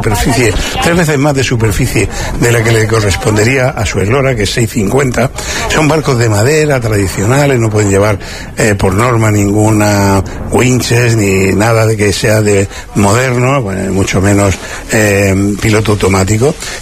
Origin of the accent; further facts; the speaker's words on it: Region of Murcia, Spain; Llega el verano y os quiero hablar de mi tierra, de Murcia